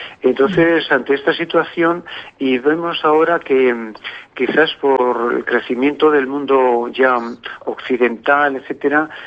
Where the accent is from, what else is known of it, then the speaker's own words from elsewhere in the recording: Cordovín, La Rioja, Spain; ver sobre todo la fe tan bella que había en mi pueblo, en este pueblo tan bonito de Cordobín, donde la viña es lo más bonito, el vino, etcétera.